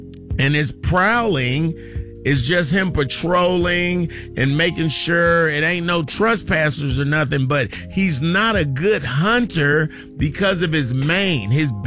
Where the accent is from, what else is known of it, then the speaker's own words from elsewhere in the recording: California, United States; I'm from Cali, so we don't stop at stop signs because my father used to say, just keep going through the stop sign.